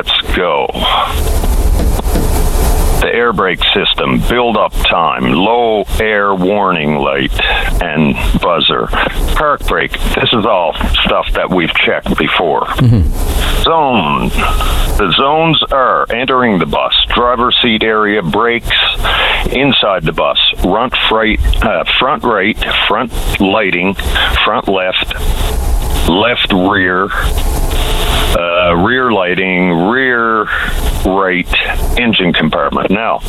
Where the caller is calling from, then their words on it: St. Anthony, Newfoundland and Labrador, Canada; This morning, I'm calling from St. Anthony.